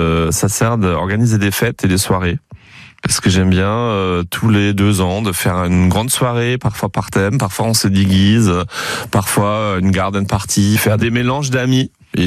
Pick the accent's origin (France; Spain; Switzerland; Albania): France; Courtagnon, Grand Est; Et en fait, je suis habitant de Cortagnan, en montagne de Reims. Et je suis dans le petit bonheur d'ici Champagne-Ardenne. Je sais que je suis champenois parce que j'habite au milieu de la montagne de Reims